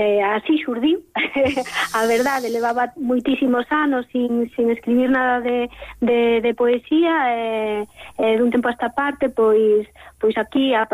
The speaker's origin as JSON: {"language": "Galician", "town": "Corme", "region": "Galicia", "country": "Spain", "said": "Utilizo ese mito como fío condutor dun libro que ten moito da miña terra, non? De Corme, un libro moi mariñeiro, moi marítimo."}